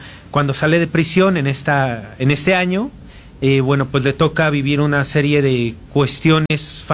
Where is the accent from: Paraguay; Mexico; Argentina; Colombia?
Mexico; Mexico City; Es una crítica social situada en la Ciudad de México, que es de donde vengo.